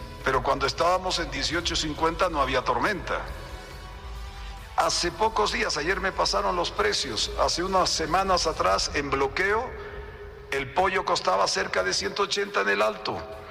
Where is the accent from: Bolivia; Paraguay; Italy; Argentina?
Bolivia; Como boliviano, ¿quién soy y hacia dónde voy?